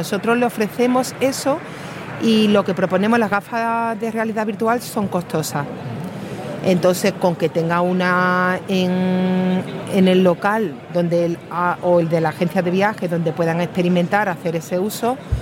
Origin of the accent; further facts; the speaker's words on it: Málaga, Andalusia, Spain; pongo ejemplos de Málaga porque no sé si se notará por el acento que soy de Málaga.